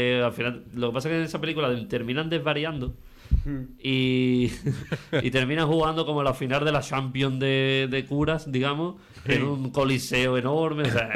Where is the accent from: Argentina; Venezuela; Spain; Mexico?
Spain; Andalusia; Que luego los andaluces salimos de Andalucía y perdemos el acento.